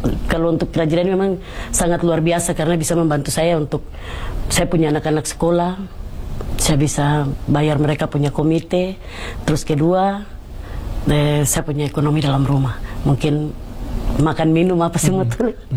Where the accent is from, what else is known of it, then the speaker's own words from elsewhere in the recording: Papua, Indonesia; Dan saya rasa bahwa mahkota-mahkota ini sangat berharga sekali untuk kami orang Papua.